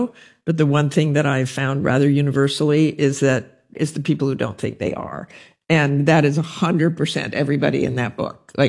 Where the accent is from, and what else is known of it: Salt Lake City, Utah, United States; born or raised there; now in Boston, United States